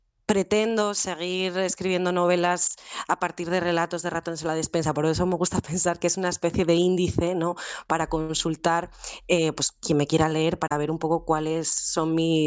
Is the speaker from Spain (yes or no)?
yes; Asturias, Spain; el puerto de Pajares y toda la zona de donde está mi pueblo, me gusta pensarla como pues, una frontera natural que ha vivido muchísimas cosas